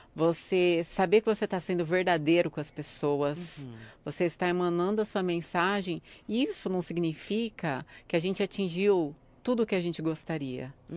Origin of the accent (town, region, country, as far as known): Guaratinguetá, São Paulo, Brazil; born there